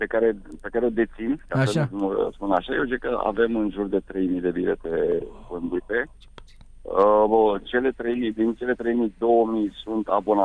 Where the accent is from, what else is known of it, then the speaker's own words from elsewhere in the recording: Râmnicu Vâlcea, Vâlcea County, Romania; eu sunt din Râmnicu Vâlcea